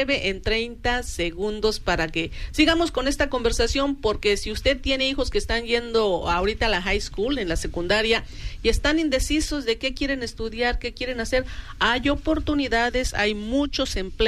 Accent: Mexico; o como en mi país, México, que ponen a los directores de dedazo.

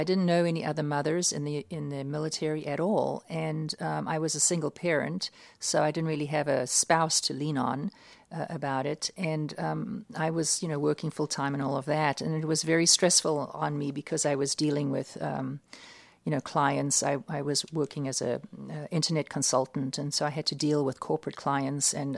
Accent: United States; I'm here. I'm here. I'm an American.

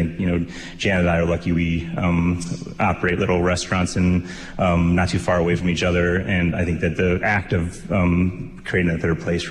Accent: St. Louis, Missouri, United States; I grew up in a restaurant, which helps a lot. I am from St. Louis, Missouri. I was born and raised

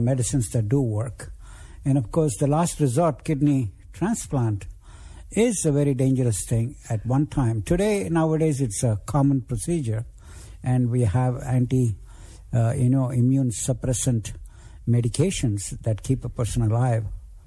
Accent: Mumbai, Maharashtra, India; moved away; where I grew up in Mumbai and in other parts of India

